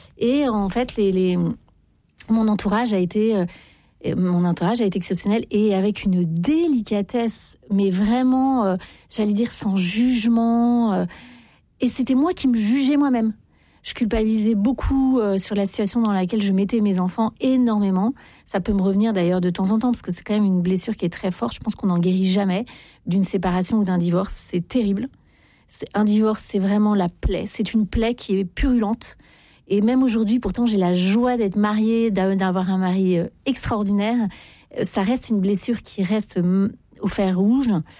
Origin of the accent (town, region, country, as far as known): Paris, Île-de-France, France